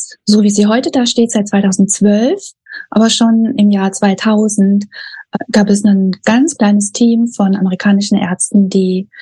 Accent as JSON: {"language": "German", "region": "Baden-Württemberg", "country": "Germany", "tie": "born or raised there", "moved": "as an adult", "lives_now": "Cambodia", "said": "Ich komme aus dem Süden Deutschlands, bei Bruchsal bin ich groß geworden"}